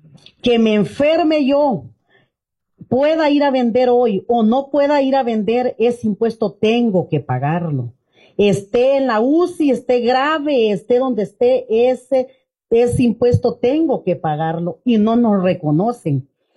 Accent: El Salvador; eso somos los salvadoreños

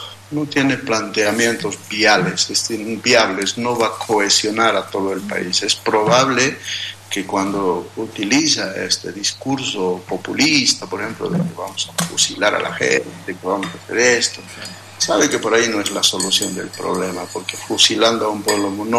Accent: Bolivia; tenemos que demostrar como bolivianos que podemos entendernos.

